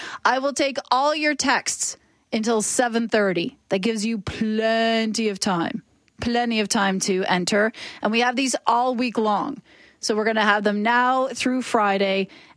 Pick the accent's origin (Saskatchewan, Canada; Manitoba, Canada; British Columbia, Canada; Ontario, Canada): Ontario, Canada; born or raised there